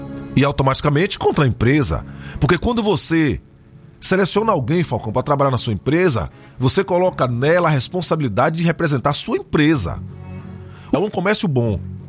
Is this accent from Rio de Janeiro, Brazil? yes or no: no; Piauí, Brazil; E a minha terra, a minha Piauí